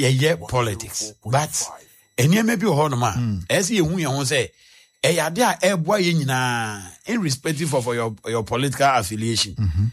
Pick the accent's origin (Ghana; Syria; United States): Ghana; And immediately, as a country, as a Ghanaian